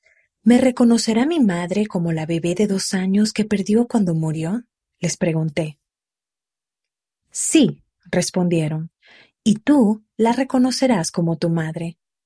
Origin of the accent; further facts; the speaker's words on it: Matagalpa, Nicaragua; born there; Poco tiempo después, nací en Matagalpa, Nicaragua.